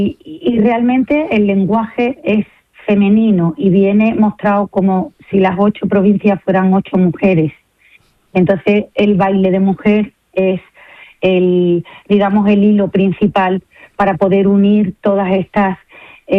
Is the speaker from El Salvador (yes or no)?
no; Andalusia, Spain; los tres somos andaluces